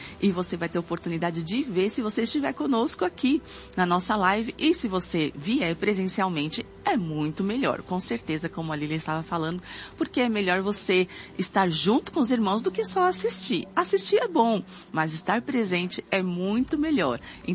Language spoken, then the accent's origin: Portuguese; Rio de Janeiro, Brazil; Sou do Rio de Janeiro